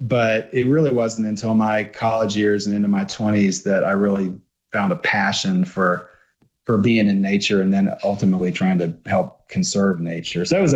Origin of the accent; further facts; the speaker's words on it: Williamsburg, Virginia, United States; also born or lived in Harrisonburg; I grew up in Williamsburg, Virginia, actually, over near the Big Water, and then fell in love with the mountains when I was in Harrisonburg, and been in the mountains ever since.